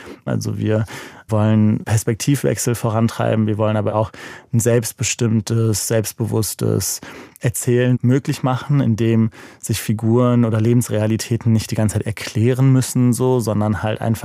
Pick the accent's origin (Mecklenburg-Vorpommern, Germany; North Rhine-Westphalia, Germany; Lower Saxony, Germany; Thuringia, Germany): North Rhine-Westphalia, Germany; Cologne; moved away as an adult; Ich habe mein ganzes Leben, bis ich 18 war, in Köln verbracht.